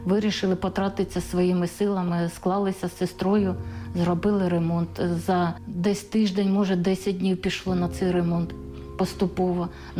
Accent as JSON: {"language": "Ukrainian", "town": "Sosnovyi Bir", "region": "Kharkiv Oblast", "country": "Ukraine", "moved": "as an adult", "said": "Вовчанська громада, село Сосновий Бір."}